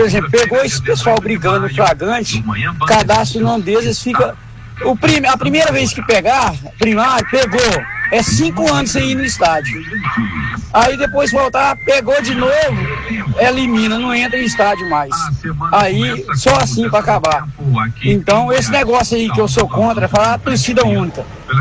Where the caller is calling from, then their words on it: Aparecida de Goiânia, Goiás, Brazil; estou falando aqui do Garavelo. Rumo ao trabalho em Nova Suíça.